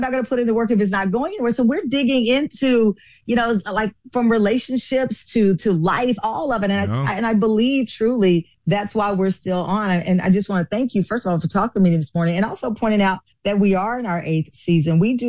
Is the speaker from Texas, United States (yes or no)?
yes; Texas, United States; I'm a Texan, so we came out like gunslingers.